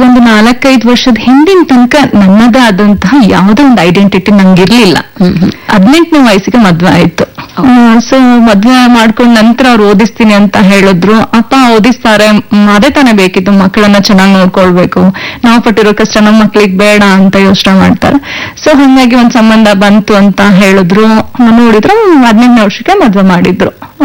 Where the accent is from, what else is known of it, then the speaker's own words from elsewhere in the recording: Bengaluru, Karnataka, India; ನಾನು ಹುಟ್ಟಿ ಬೆಳೆದಿದ್ದು ಮೂಲತಃ ಬೆಂಗಳೂರು. ನಮ್ಮ ಸ್ವಂತ ಊರು ಬಂದು ಶಿರಾ ತಾಲೂಕಿನ ದ್ವಾರಾಳು ಅನ್ನೋ ಒಂದು ಗ್ರಾಮ.